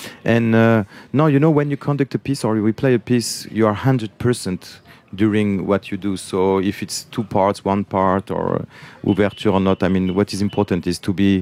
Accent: France; born there; German is a second language; Ich bin in Frankreich geboren. Ich bin Franzose. Ich hatte in Paris Conservatoire gelernt.

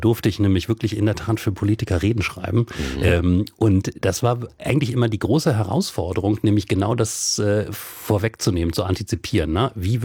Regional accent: Wolfsburg, Lower Saxony, Germany; als er noch Ministerpräsident von Niedersachsen war, von meinem Heimatland, und in meiner Heimatstadt Wolfsburg das Kunstmuseum eröffnen durfte.

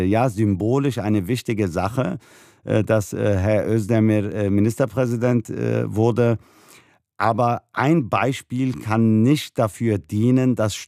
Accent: Germany; egal wo ich auf der Welt bin, wenn ich gefragt werde, wo ich herkomme, sage ich immer, ich bin Deutscher. Nur hier in Deutschland nur hier kann ich das nicht so ganz machen.

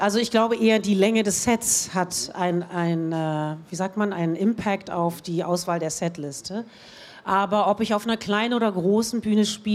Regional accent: Berlin, Germany; es war toll, in Berlin aufzuwachsen. Ich liebe Berlin. Es ist meine Stadt einfach.

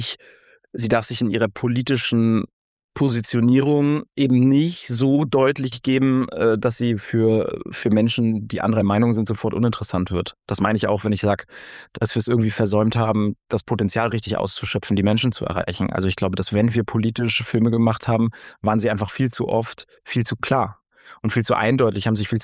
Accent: East Germany, Germany

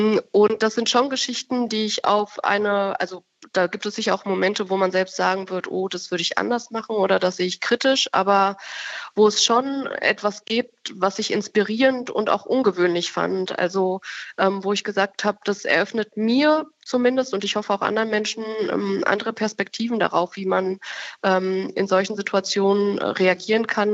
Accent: North Rhine-Westphalia, Germany; also ich bin aus Ostwestfalen, wo es aber auch, wenn man sich das mal näher anschaut, in gewissen Stadtvierteln, also zum Beispiel, wo ich in den Kindergarten gegangen bin, da ist die Zustimmung zur AfD auch sehr hoch

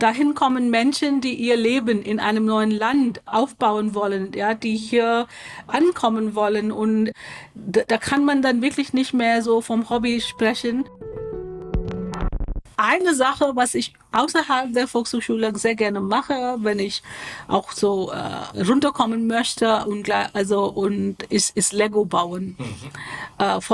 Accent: Mumbai, Maharashtra, India; moved away; Ich bin in Mumbai aufgewachsen, Ende 80er, Anfang 90er.

